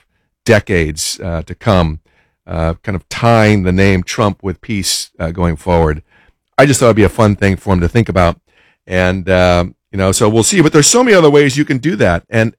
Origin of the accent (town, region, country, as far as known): United States